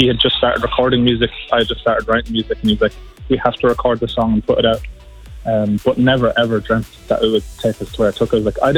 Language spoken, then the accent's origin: English; Athy, Kildare, Ireland; we're from Athy in Kildare.